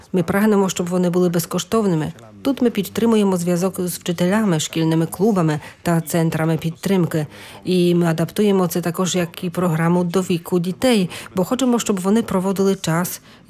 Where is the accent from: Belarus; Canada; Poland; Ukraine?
Poland; ми, поляки